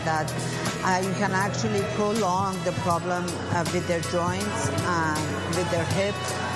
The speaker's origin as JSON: {"language": "English", "country": "Iran", "second_language": "English", "lives_now": "United States", "said": "I'm from Iran, but the food actually is from Middle East."}